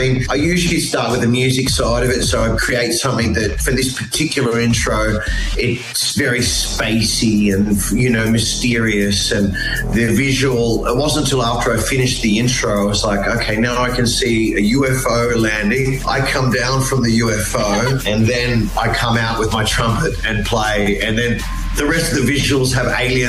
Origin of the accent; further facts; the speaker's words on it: Australia; moved away as an adult; now in Las Vegas, United States; It's good being Australian in America.